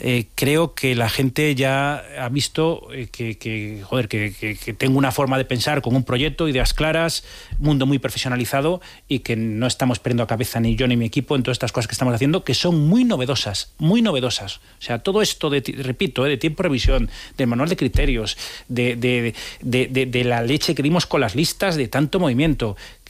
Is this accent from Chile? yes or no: no; Vigo, Galicia, Spain; Si soy de Vigo Claro